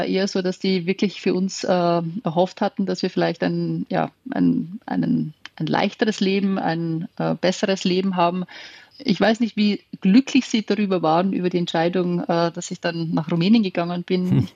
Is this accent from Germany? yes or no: no; Styria, Austria; Also ich bin schon in einer Region aufgewachsen, die bewaldet war, sehr viel Natur hatte.